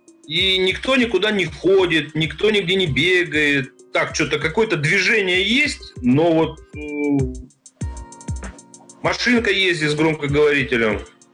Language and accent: Russian; Russia; Я говорю: я из России.